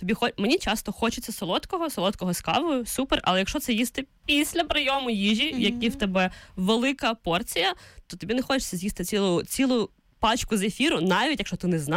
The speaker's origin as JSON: {"language": "Ukrainian", "region": "Vinnytsia Oblast", "country": "Ukraine", "said": "Це у нас на Вінниччині, так кажуть."}